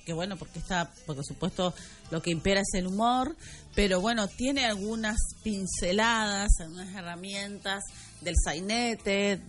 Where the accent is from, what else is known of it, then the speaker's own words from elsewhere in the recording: Northwest Argentina, Argentina; un montón de palabras y de ahí de modismos en realidad que tienen que ver con nuestro noroeste